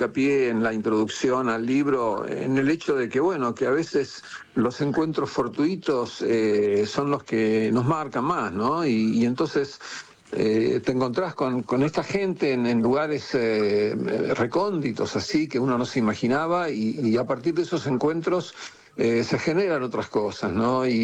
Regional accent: Argentina; moved away as an adult; now in New York, United States; Mira, yo me fui muchas veces de la Argentina. La primera fue cuando terminé el secundario, en el año 69. Y después, bueno, viajé por Europa, estuve en la India, volví a la Argentina. Y después me fui definitivamente en el año 79

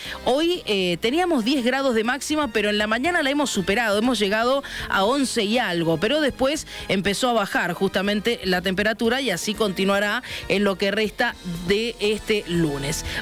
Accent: Argentina

